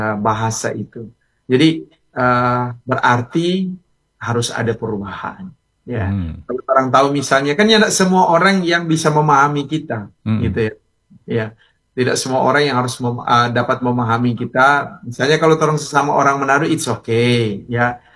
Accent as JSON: {"language": "Indonesian", "town": "Manado", "region": "North Sulawesi", "country": "Indonesia", "said": "Walaupun kita orang Manado, iya."}